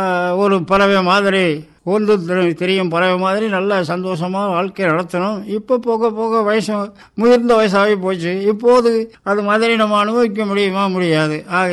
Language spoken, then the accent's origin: Tamil; Sembuthi, Tamil Nadu, India; moved away as an adult; now in Andaman and Nicobar Islands, India; தமிழ்நாட்டில் வந்து என்னுடைய மாவட்டம் புதுக்கோட்டை மாவட்டம், பொன்னமராவதி தாலுகா, செம்பூதி கிராமம், அங்கேதான் என்னுடைய சொந்த ஊர்.